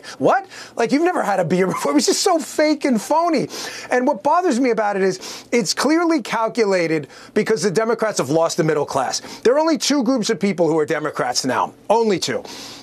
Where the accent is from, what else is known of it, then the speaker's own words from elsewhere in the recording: Queens, New York, United States; I grew up in Queens. I just grew up around that kind of language.